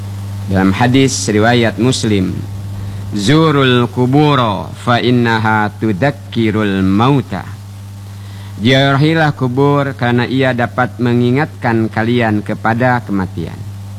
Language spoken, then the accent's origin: Indonesian; Bangka Belitung Islands, Indonesia; Semak, kata kita orang Bangka, tumbuh ilalang, tumbuh pohon, tidak pernah terawat.